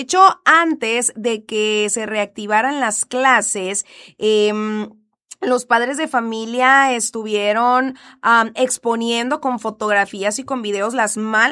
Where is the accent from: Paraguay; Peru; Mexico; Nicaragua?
Mexico; Como buenos mexicanos, siempre destaca ahí aquello que no está tan bonito en comparación con aquello que sí